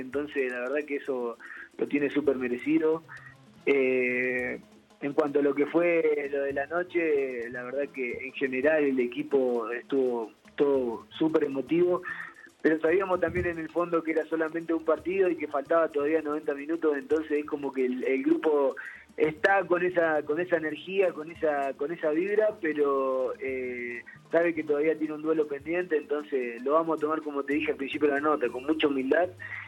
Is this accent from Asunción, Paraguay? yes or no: yes; Asunción, Paraguay; also born or lived in Rosario, Argentina; now in Argentina; Yo vengo también de Argentina, de Rosario. Rosario. Vengo de Asunción, de Paraguay, que tiene sus cosas